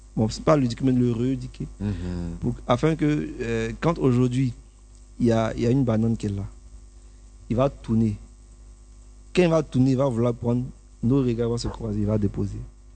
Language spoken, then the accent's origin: French; Côte d’Ivoire; ici, en Afrique, et chez nous, en Côte d'Ivoire